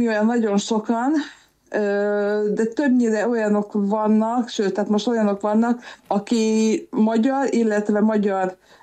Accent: Budapest, Hungary; Hát nekem a gyerekkorom az elég vegyes, mert Budapest pesti vagyok, de viszont a családnak a másik fel a Somogyból, Kaposvárról származik

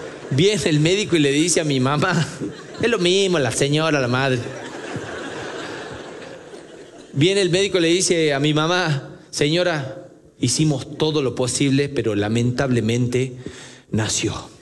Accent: Famaillá, Tucumán, Argentina; nací el 11 de diciembre del año 1978 en San Miguel de Tucumán. Yo iba a nacer en mi pueblo natal en Famaillá

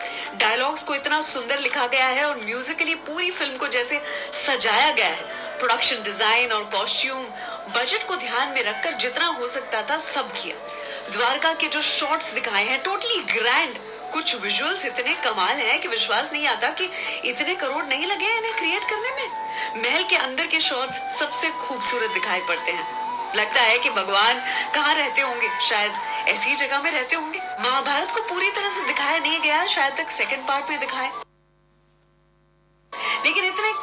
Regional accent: Ahmedabad, Gujarat, India; मैं गुजरात से हूँ, अहमदाबाद से हूँ

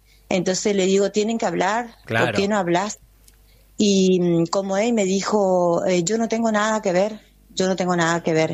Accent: Corrientes, Argentina; Nosotros somos de Corrientes Capital y somos madres, muchas somos amas de casa

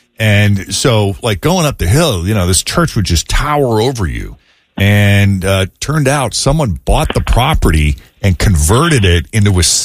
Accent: Massachusetts, United States; my hometown where I grew up outside of Boston

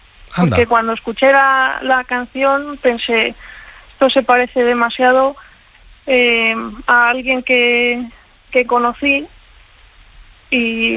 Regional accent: Madrid, Community of Madrid, Spain; born there; now in Palencia, Spain; que soy de Madrid porque nací allí, pero vivo aquí en Palencia.

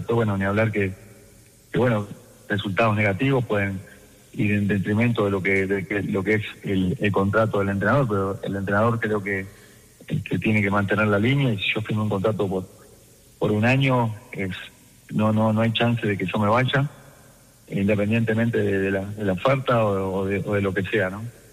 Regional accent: Uruguay; Bueno, soy uruguayo, como usted bien decía

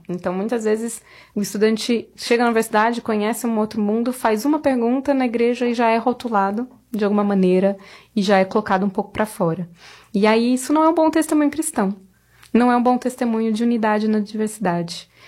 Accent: São Paulo, Brazil; Olá! Bom, eu sou de São Paulo, casada já há 14 anos com o Lucas, meu amigo de escola.

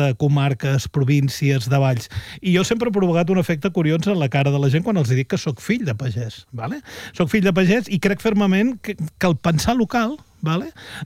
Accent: L'Ametlla del Vallès, Catalonia, Spain; quan vaig composar … del meu poble

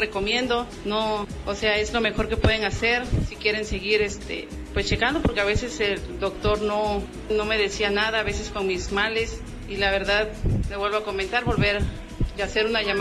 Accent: Ciudad Mendoza, Veracruz, Mexico; vengo de Ciudad Mendoza.

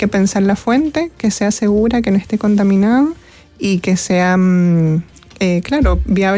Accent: Mendoza, Argentina; moved away as an adult; now in Chile; yo justamente soy de Mendoza

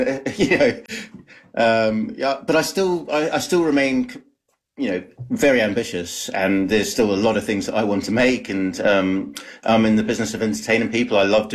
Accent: New Zealand; now in United Kingdom; I'm in the UK. The producer, Matthew Metcalf, GFC Films, they're in New Zealand. I'm a Kiwi.

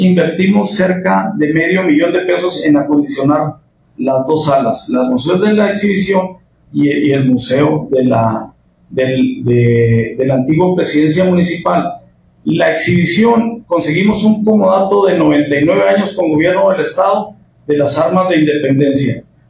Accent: Hidalgo del Parral, Chihuahua, Mexico; Parral está siendo muy visitado, somos una ciudad muy bonita, ahí los esperamos.

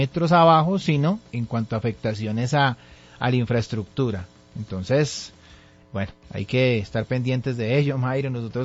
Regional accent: Colombia; Para pesar de nosotros como colombianos, pues ya se ha entregado un primer balance

